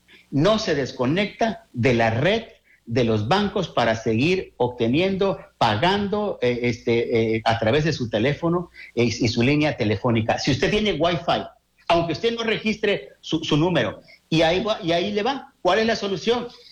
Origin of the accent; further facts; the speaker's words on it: Mexico; como buen mexicano, como buenos mexicanos